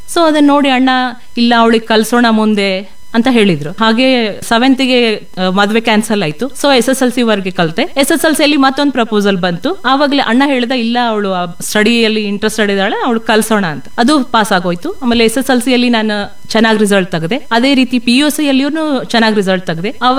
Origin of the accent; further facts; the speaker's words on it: Athani, Karnataka, India; born there; ನನ್ನ ಹುಟ್ಟು ಶ್ರೀ ಅಥಣಿ ಮುರುಗೇಂದ್ರ ಶಿವಯೋಗಿಗಳ ಪುಣ್ಯ ತಪೋಭೂಮಿಯಾದ ಅಥಣಿಯಲ್ಲಿ ನನ್ನ ಜನನ.